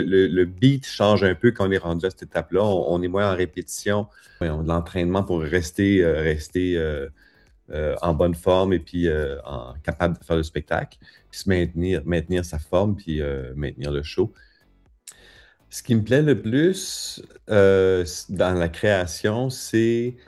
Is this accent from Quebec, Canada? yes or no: no; Saskatchewan, Canada; moved away; Puis moi, j'ai grandi dans Saskatchewan, dans une province où il n'y avait pas vraiment un milieu, il n'y a pas vraiment de danseurs professionnels.